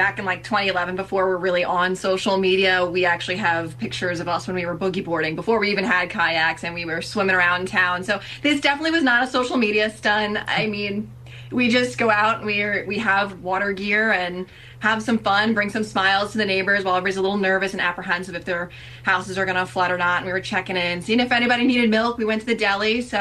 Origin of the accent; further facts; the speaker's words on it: New York City, New York, United States; we grew up in Howard Beach.